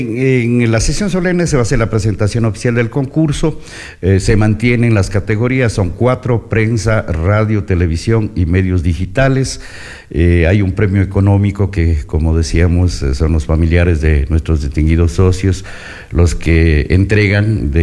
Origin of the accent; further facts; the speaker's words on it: Ecuador; Somos los ecuatorianos.